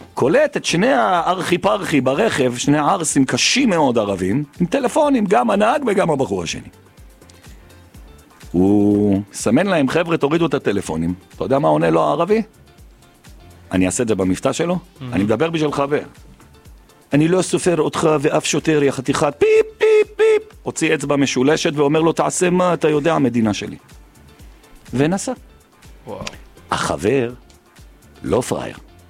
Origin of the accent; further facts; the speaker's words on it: Jerusalem, Jerusalem District, Israel; בתור ירושלמים, אנחנו סובלים סבל מטורף.